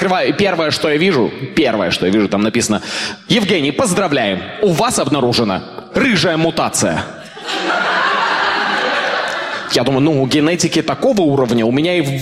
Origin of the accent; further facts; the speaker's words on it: Kazakhstan; Я вообще сам из Казахстана. Но только лет в 10 я осознал, что я не казах.